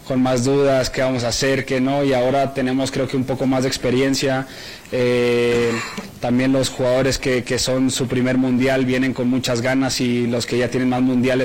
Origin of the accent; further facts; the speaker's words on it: Mexico; que al fin y al cabo soy mexicano y lo digo con mucho orgullo.